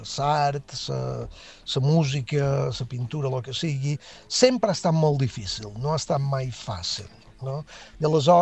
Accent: Felanitx, Balearic Islands, Spain; now in New York, United States; Som de Felanitx, sí, sí.

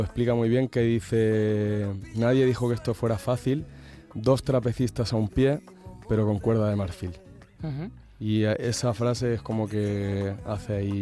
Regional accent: Catalonia, Spain; born there; now in Mallorca, Spain; estoy a 1 hora de Barcelona o así

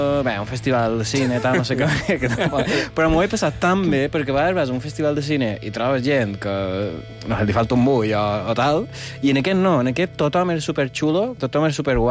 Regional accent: Mallorca, Balearic Islands, Spain; som mallorquins

